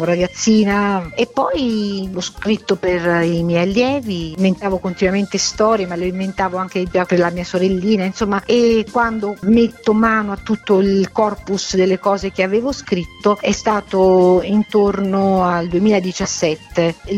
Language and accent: Italian; Gaeta, Lazio, Italy; moved away as an adult; also born or lived in Naples; now in Romagna, Italy; Sono nata nel posto più bello della terra, perché Gaeta è una cittadina bellissima, però le mie radici forti in quel territorio non mi hanno impedito di allargare i rami in molti paesi, non soltanto in Italia ma anche all'estero. Alla fine del diploma mi sono spostata a vivere a Napoli